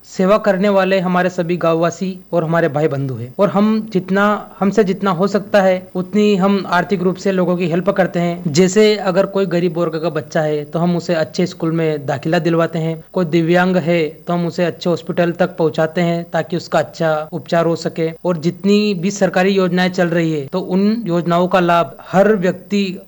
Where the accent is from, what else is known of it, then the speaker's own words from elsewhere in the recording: Sirpoi, Rajasthan, India; राहुल जी, मैं झालावाड़ जिले के गांव सिरपोई का रहने वाला हूँ।